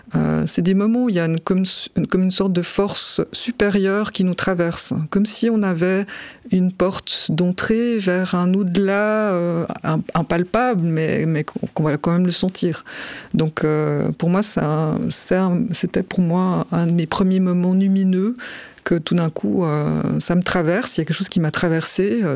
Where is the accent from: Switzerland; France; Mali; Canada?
Switzerland; Corsier-sur-Vevey, Vaud; Je suis née à Vevey, j'ai grandi à Corsier, donc juste à côté.